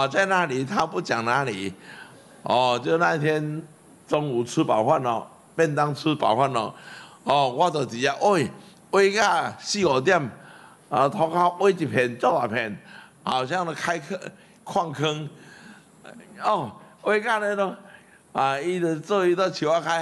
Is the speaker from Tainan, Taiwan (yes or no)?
no; Zhongliao, Nantou County, Taiwan; 到我家乡的中寮